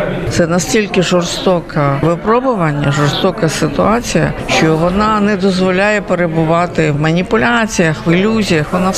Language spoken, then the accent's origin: Ukrainian; Kyiv, Ukraine; Тому що, як киянка, я народилася в Києві, і під час у лютому 22-го року ми рахували кілометри, на які до нас не дійшли.